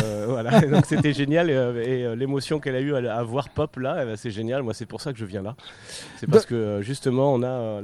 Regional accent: Abidjan, Côte d’Ivoire; moved away as an adult; also born or lived in United States; J'ai grandi en Afrique, moi. J'ai grandi en Côte d'Ivoire, à Abidjan, pendant 20

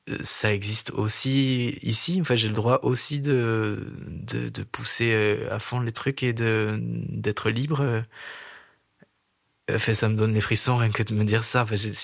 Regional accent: Saint-Santin, Occitanie, France; J'ai grandi à Saint-Santin, enfin, même le hameau Maspourquet, en fait, tu vois, il y a un truc où une personne queer là-bas n'existait pas

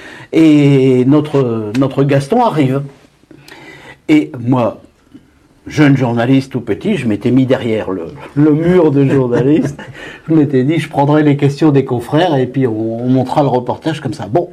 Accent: Hauts-de-France, France; born or raised there

